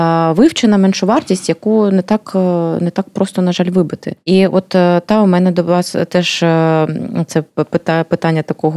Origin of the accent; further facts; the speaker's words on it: Luhansk Oblast, Ukraine; І мені надзвичайно боляче це чути, оскільки я з Луганщини і про своїх таких земляків саме з мого регіону.